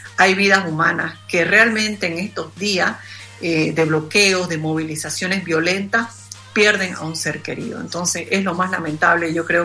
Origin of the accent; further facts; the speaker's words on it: Santa Cruz, Bolivia; y más aún como cruceños.